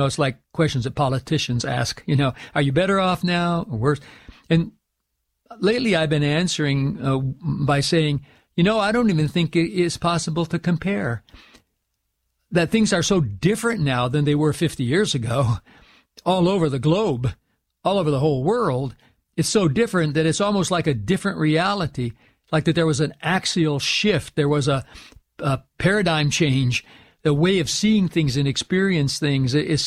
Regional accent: United States; speaking as an American

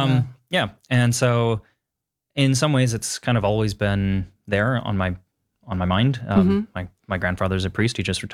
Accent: Midwest, United States; born there; moved away; also born or lived in Oregon; Yeah, so I'm …. I was born in the Midwest.

